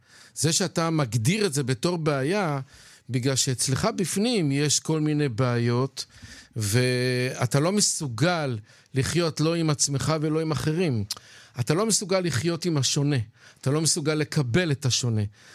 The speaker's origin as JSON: {"language": "Hebrew", "town": "Bnei Brak", "region": "Tel Aviv District", "country": "Israel", "tie": "born there", "said": "נולדתי שם, אבל אני מקווה לצאת במקומות אחרים, יותר טובים."}